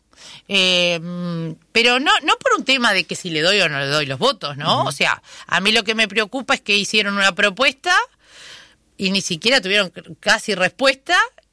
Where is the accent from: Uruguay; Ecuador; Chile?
Uruguay; como ciudadana uruguaya estoy preocupada